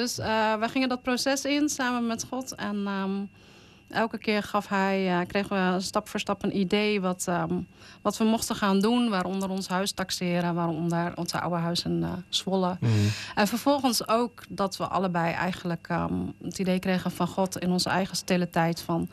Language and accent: Dutch; Indonesia; now in Netherlands